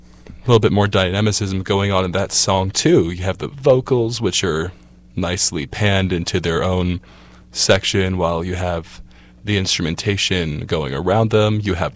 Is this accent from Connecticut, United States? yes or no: yes; Windsor, Connecticut, United States; our little hometown of Windsor, Connecticut.